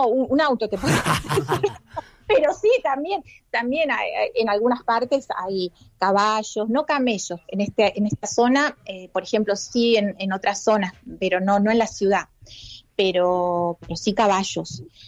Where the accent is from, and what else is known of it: Buenos Aires, Argentina; now in Cairo, Egypt